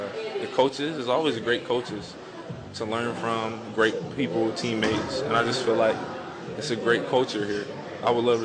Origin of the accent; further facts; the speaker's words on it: Atlanta, Georgia, United States; I'm from Atlanta, Georgia.